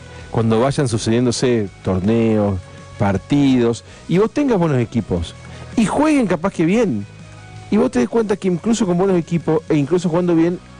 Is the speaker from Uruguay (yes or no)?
no; Argentina